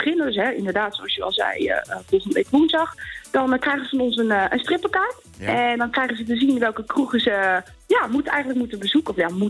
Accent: Westland, South Holland, Netherlands; Ik kom bijvoorbeeld zelf oorspronkelijk uit het Westland.

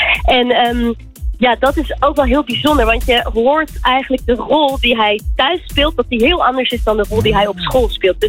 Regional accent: Amsterdam, North Holland, Netherlands; ik kom uit Amsterdam.

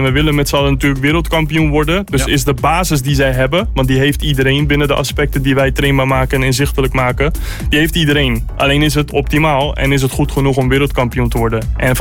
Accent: Netherlands; Ik zit daar ook natuurlijk als Nederlander

